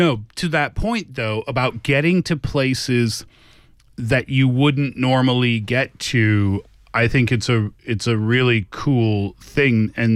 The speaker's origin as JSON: {"language": "English", "country": "Canada"}